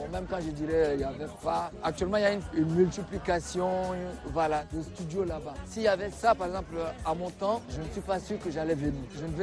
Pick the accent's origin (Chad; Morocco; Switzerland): Chad; now in Côte d'Ivoire; Je suis tchadien, c'est vrai. Même ici … Bon, déjà, de par mon accent, on sait que c'est un tchadien.